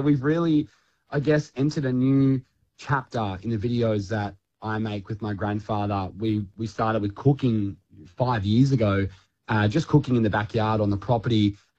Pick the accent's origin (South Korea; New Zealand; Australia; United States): Australia; Kununurra, Western Australia; also born or lived in Wyndham; I remember as a 16-year-old thinking, well, I have this amazing opportunity here to highlight what life is like growing up in Kununurra and Wyndham and the Kimberley.